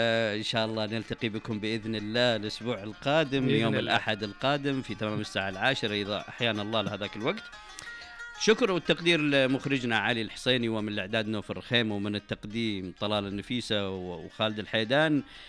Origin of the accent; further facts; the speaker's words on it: Taif, Makkah Province, Saudi Arabia; أنا من أهل الطايف، أنا من مواليد الطايف فهمت؟